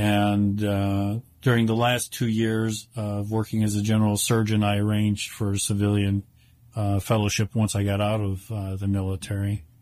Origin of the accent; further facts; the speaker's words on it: Buffalo, New York, United States; moved away; I grew up in Buffalo. My parents are still there.